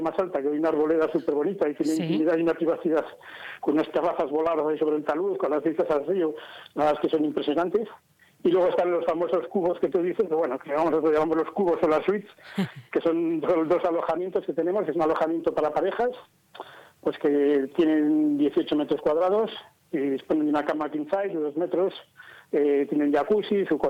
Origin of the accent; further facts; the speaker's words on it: Pradoluengo, Castile and León, Spain; Somos de aquí, del pueblo natal, somos natales de Pradoluengo